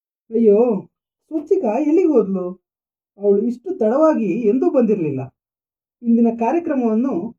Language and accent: Kannada; Kolar, Karnataka, India; accent: Kolar Kannada; ಇದನ್ನ ಕನ್ನಡ ಕೋಲಾರ ಭಾಷೆ ಬಂದ್ಬಿಡ್ತಲ್ಲ